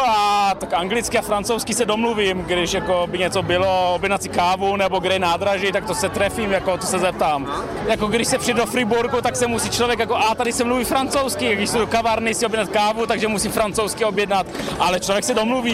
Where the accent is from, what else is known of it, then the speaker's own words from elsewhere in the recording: Switzerland; No ze Švýcarska.